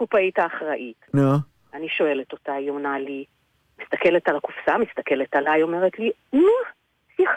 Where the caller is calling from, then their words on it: Haifa, Haifa District, Israel; אני מחיפה.